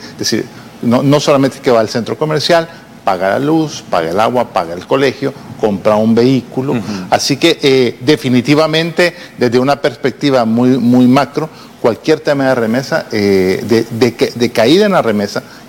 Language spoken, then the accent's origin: Spanish; El Salvador; para nosotros como salvadoreños